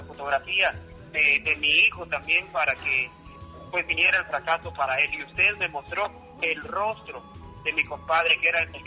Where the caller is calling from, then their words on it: San Marcos, Guatemala; San Marcos, estoy llamando.